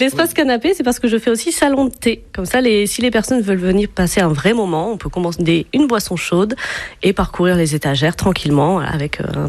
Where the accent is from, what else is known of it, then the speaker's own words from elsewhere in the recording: France; nous, peuple de France